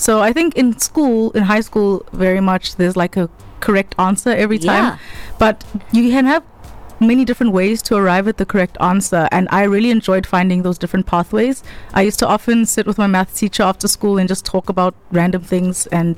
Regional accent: Johannesburg, Gauteng, South Africa; moved away as an adult; also born or lived in Bloemfontein; now in Cape Town, South Africa; I was born in Bloemfontein, mm-hmm. grew up there for a bit, moved around, and then I had most of my childhood in Johannesburg. And then I moved down to Cape Town as an adult after university

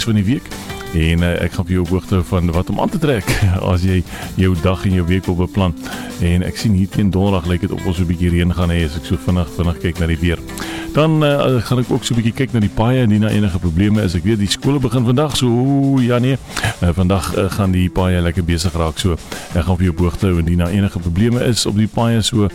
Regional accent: Gordon's Bay, Western Cape, South Africa; Ek moet sê daar waar ek vandaan kom, Gordonsbaai, was het redelijk nat vanmorgen.

